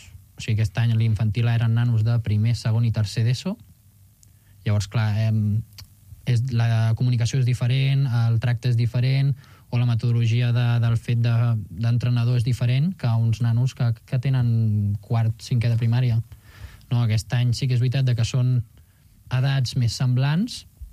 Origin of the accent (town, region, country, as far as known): Arenys, Catalonia, Spain